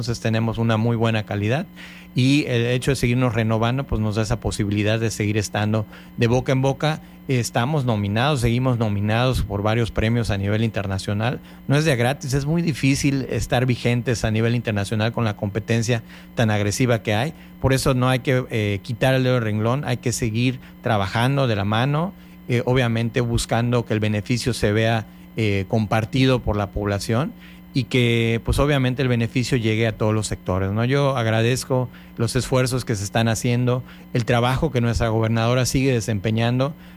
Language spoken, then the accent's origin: Spanish; Cozumel, Quintana Roo, Mexico; Somos parte de las primeras familias fundadoras de acá de Cozumel.